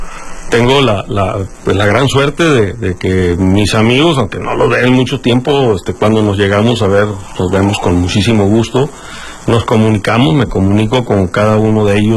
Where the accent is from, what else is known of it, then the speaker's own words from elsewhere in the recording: Navojoa, Sonora, Mexico; born there; now in Baja California Sur, Mexico; soy sonorense de nacimiento, de Navojoa, pero con calidad de exportación.